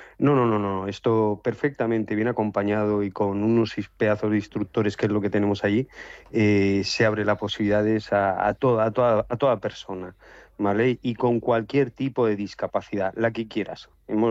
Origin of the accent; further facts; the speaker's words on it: Alicante, Valencian Community, Spain; que somos de aquí de Alicante